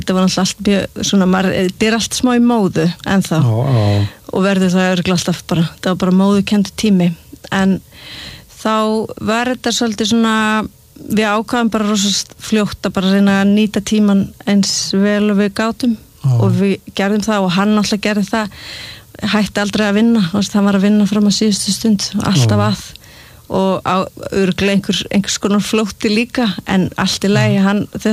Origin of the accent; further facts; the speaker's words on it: Seltjarnarnes, Capital Region, Iceland; also born or lived in Reykjavík; Já, ég ólst upp á Seltjarnarnesi þar til ég var 12 ára og svo flutti í Vesturbæinn.